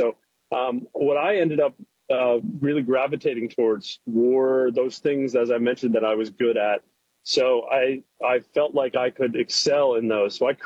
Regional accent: Baltimore, Maryland, United States; now in Philadelphia, United States; Yeah, so I live in suburban Philadelphia now, but I grew up in Baltimore, and I am the middle of two sisters.

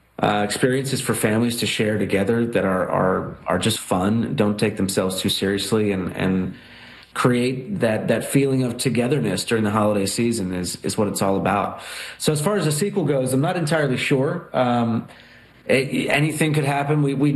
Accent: New Jersey, United States; we grew up in Jersey and, you know, been lifelong Giants fans.

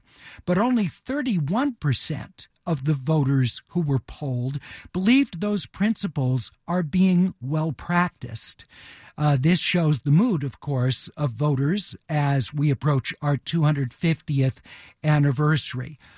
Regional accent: United States; I do love being American

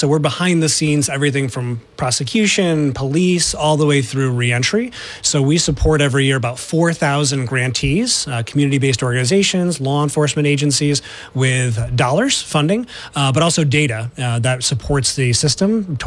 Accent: Syracuse, New York, United States; I'm from Syracuse, like we talked about a few minutes ago.

